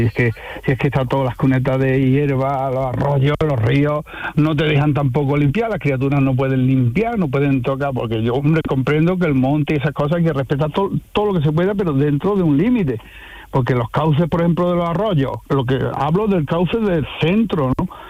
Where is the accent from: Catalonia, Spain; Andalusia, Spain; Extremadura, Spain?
Andalusia, Spain; Córdoba; Yo soy de Córdoba, sí.